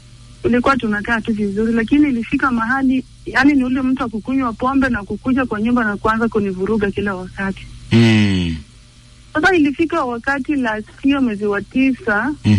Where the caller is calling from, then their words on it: Vihiga County, Kenya; natoka Vihiga County.